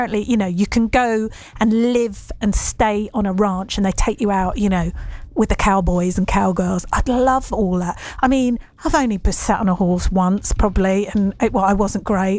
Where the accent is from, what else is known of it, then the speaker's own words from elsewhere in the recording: London, United Kingdom; I am a Londoner.